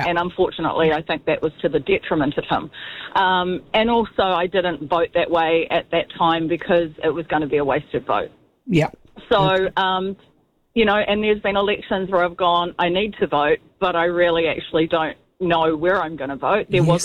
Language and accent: English; Rotorua, Bay of Plenty, New Zealand; she raised four of us on her own while working full-time for a small percentage of my time growing up in Rotorua.